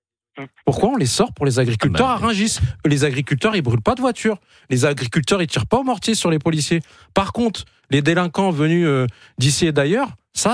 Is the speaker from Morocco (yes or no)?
yes; Morocco; now in France; je suis marocain aussi, j'ai la chance d'être binational. Mon pays, la France, m'a laissé cette chance-là.